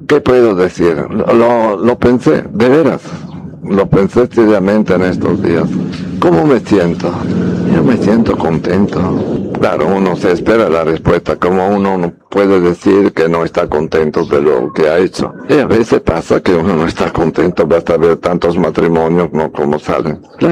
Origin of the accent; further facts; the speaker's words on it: Italy; now in Bolivia; Y después, soy italiano, entonces ejercí mi ministerio allá, especialmente en parroquias, oratorios, hasta que vine aquí a Bolivia, San Carlos, Sagrado Corazón, Yapacaní.